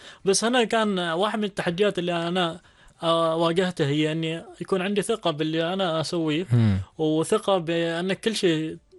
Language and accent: Arabic; Manah, Ad Dakhiliyah, Oman; born there; انا من سلطنه عمان. وش قاعد تسوي؟ سياحه يعني. بعدين شويه من الارتباك سالني وين مولود، قلت له في نزوه منح